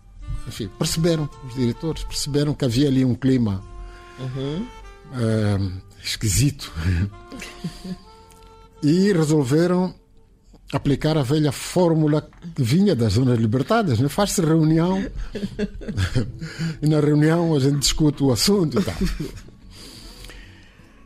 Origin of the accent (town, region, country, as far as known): Mozambique